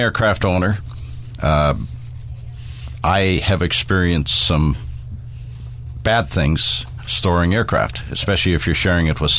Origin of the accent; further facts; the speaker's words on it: Edmonton, Alberta, Canada; I'm from Edmonton, and we're building there's essentially a brand new airport being built